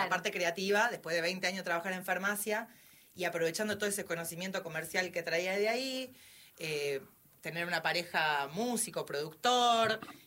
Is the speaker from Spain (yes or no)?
no; Monte Grande, Buenos Aires Province, Argentina; sí, nací en Capital, pero soy re con urbano, sí. Segundo cordón del conurbano, de Monte Grande.